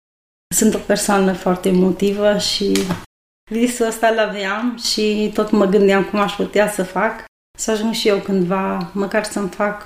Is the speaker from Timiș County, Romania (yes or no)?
no; Pâncota, Arad County, Romania; Vin din orașul Pâncota, județul Arad, provin dintr-o familie de creștini.